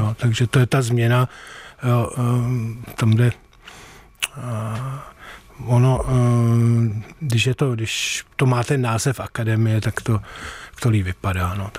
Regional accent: Prague, Czechia; tak jsem na všechno koukal optikou Prahy, protože jsem z Prahy celý život, jsem prožil v Praze

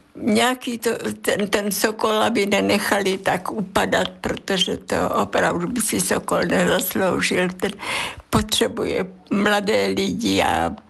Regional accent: Ústí nad Orlicí, Pardubice Region, Czechia; Já jsem z Ústí nad Orlicí

